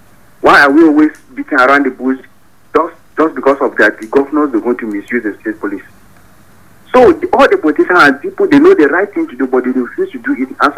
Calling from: Nigeria; I'm calling from Chinwada.

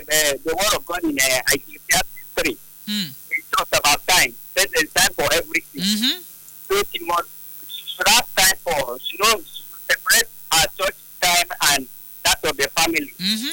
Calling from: Tanzania; I'm calling from Tanzania

